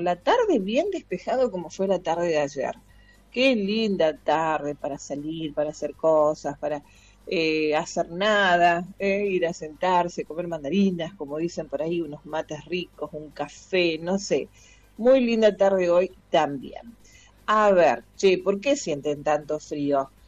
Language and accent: Spanish; Chaco, Argentina; Parece que, primero que somos chaqueños, ¿eh? Así que esto no estamos tan acostumbrados, pero cuando hace frío por nuestra zona, sí que hace